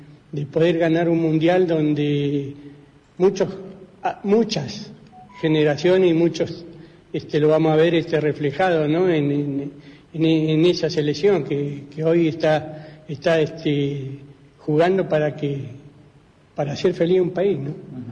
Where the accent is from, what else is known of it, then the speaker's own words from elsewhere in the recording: Argentina; el sentimiento nuestro como argentino